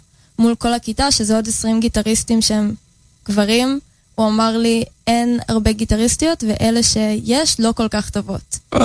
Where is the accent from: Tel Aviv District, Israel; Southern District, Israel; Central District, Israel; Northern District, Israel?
Tel Aviv District, Israel; Tel Aviv-Yafo; אז אני מיפו במקור, מאג'מי.